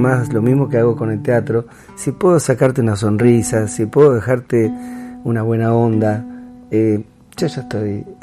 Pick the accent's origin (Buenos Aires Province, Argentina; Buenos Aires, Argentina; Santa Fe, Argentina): Santa Fe, Argentina; vengo de Santa Fe, bueno, yo vivo acá en Colastiné